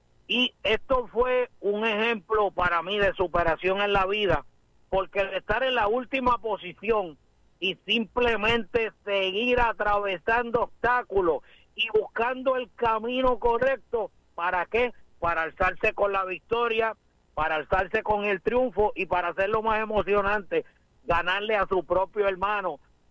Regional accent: Puerto Rico; somos boricuas, para que ustedes lo sepan.

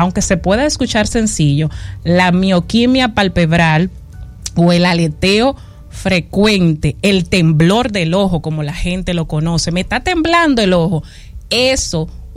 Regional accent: Dominican Republic; Somos dominicanos

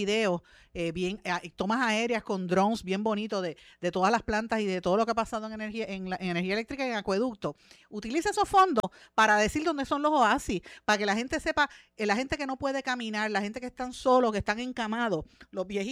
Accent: Guaynabo, Puerto Rico; El alcalde de mi pueblo de Guaynabo, Eduardo O'Neill

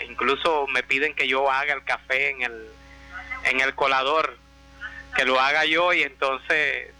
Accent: Camagüey, Cuba; also born or lived in Miami; now in Puerto Rico; Chelala es otra cubana de mi pueblo. Somos, desde niños nos conocemos. Nos encontramos allá en Miami y hemos seguido la ruta hasta aquí y volvimos aquí a Puerto Rico ahora. Ella también es camagüeyana.

